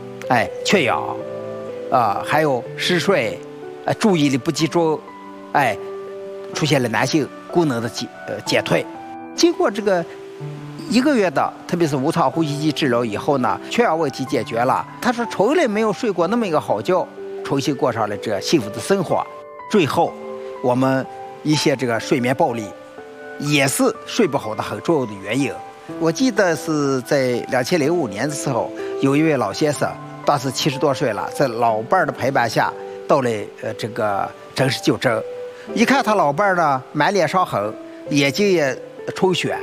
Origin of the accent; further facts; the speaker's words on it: China; 我们中国人大概现在15%的睡眠障碍的人就需要就诊